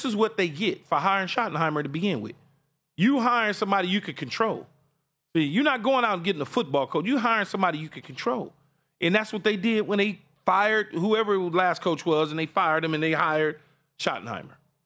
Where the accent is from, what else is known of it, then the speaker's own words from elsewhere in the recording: West Coast, United States; moved away as an adult; also born or lived in Tampa; I'm from the West Coast